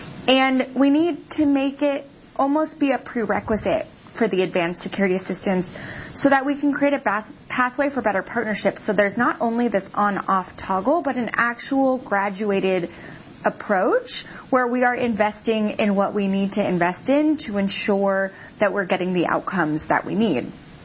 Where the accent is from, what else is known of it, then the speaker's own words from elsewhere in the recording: San Diego, California, United States; I'm from San Diego, so when we don't get this kind of weather, and we don't go outside if we ever did.